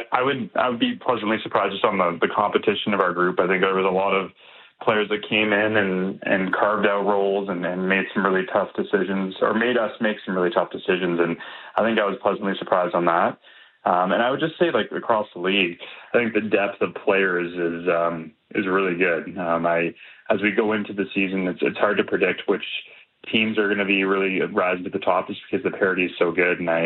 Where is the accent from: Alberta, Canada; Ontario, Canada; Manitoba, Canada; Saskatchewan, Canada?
Alberta, Canada; Calgary; I grew up in Calgary, so I grew up watching the Hitmen and the Flames, so it's I know how much this team means to our community.